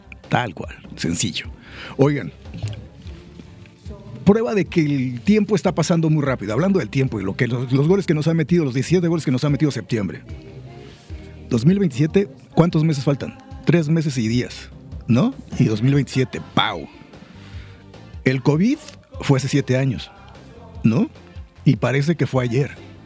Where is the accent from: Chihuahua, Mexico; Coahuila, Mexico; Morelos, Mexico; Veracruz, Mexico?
Veracruz, Mexico; San Andrés Tuxtla; en los Tuxtlas, en San Andrés, en mi tierra